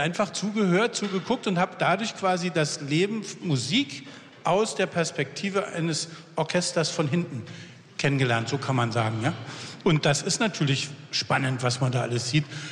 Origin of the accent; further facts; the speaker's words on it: Berlin, Germany; Ich bin noch zu Ostzeiten in Ost-Berlin aufgewachsen.